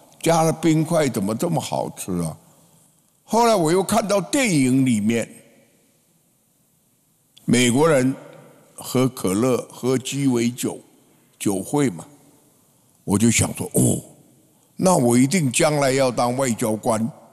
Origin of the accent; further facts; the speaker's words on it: Taiwan; 我们台湾人。